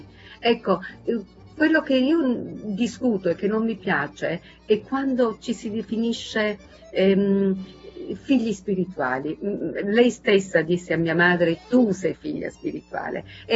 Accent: Cosenza, Calabria, Italy; Io amo molto il dialetto, sono una cosentina, metà romana perché mia mamma era romana, una cosentina che ama molto il dialetto di Bibbo, il dialetto anche di Catanzaro.

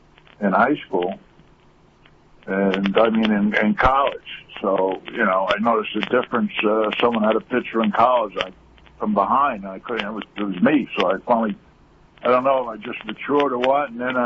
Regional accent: Long Island, New York, United States; the guys that I grew up with on Long Island.

